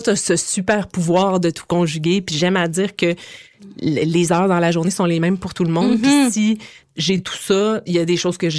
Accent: Montreal, Quebec, Canada

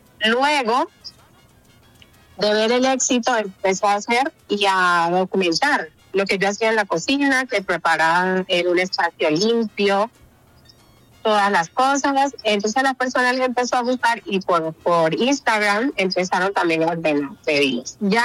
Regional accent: Colombia; moved away; los colombianos somos muy boquisabrosos

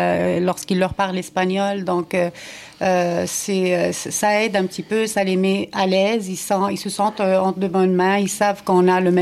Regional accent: Morocco; Regarde, moi, je viens du Maroc

